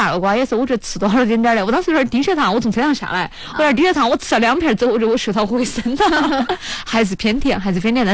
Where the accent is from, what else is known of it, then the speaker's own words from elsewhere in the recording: Sichuan, China; 我们就是四川那边